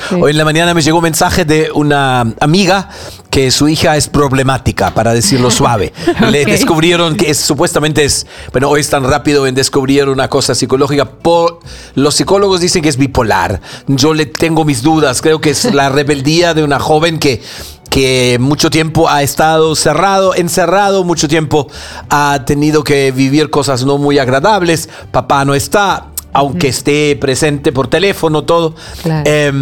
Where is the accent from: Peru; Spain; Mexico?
Peru; no sé si como peruanos